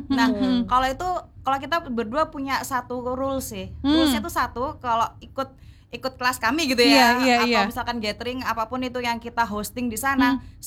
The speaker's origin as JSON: {"language": "Indonesian", "region": "Bali", "country": "Indonesia", "tie": "born or raised there", "moved": "yes", "lives_now": "Surabaya, Indonesia", "said": "Saya lahir di Surabaya, tapi besarnya di Bali."}